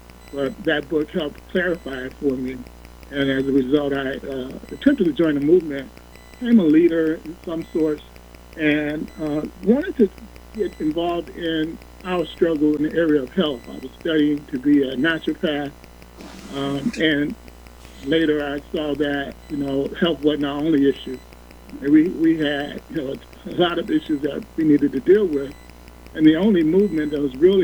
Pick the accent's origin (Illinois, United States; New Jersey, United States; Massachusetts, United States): Illinois, United States; Chicago; But I'm hailing from Chicago. I'm a real estate investor by trade.